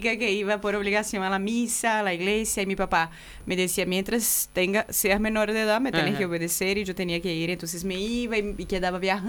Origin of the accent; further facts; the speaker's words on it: Brasília, Federal District, Brazil; moved away; Soy de Brasilia.